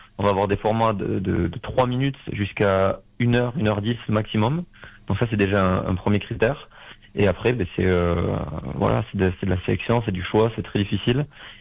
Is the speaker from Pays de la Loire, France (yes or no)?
no; Bagnères-de-Bigorre, Occitanie, France; On est natifs de Bagnères tous les trois.